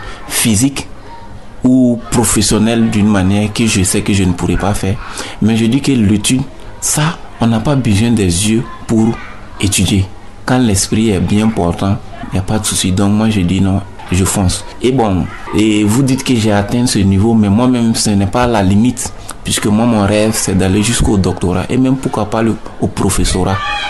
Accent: Burkina Faso

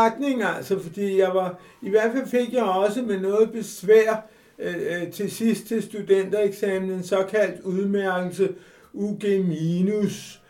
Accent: Frederiksberg, Capital Region of Denmark, Denmark; jeg er fra Frederiksberg

